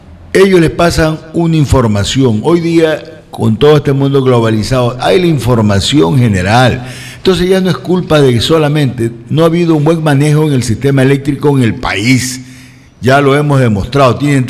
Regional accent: Manabí, Ecuador; Nos alegramos como ecuatorianos que somos, como hombres de bien, que somos los manavitas

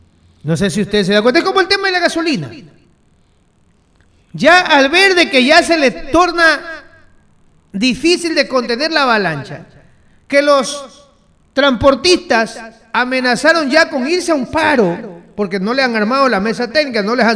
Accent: Ecuador; Somos los ecuatorianos

